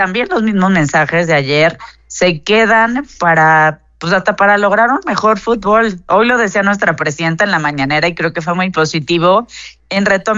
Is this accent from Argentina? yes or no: no; Mexico; como muchos mexicanos y mexicanas